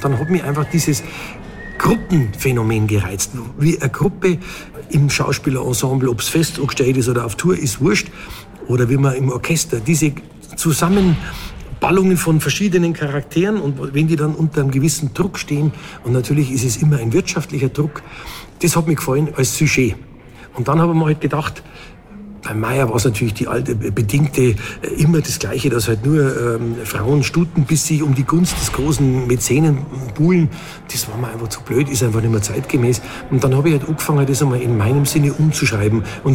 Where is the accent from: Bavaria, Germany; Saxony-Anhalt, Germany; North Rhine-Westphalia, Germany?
Bavaria, Germany; Munich; now in Ingolstadt, Germany; Als Münchner